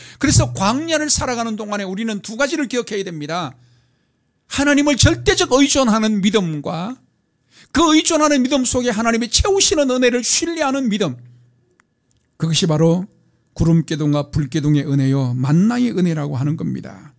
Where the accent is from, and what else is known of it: South Korea